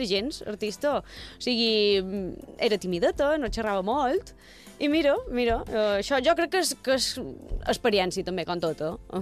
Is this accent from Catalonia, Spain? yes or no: no; Palma, Balearic Islands, Spain; Sol contestar que sóc de Palma, però ja per les renyades que m'endui. Jo sóc de Sant Ferriol, tota la vida he viscut a Sant Ferriol. I és de Sant Ferriol, pensam que Sant Ferriol és un poble.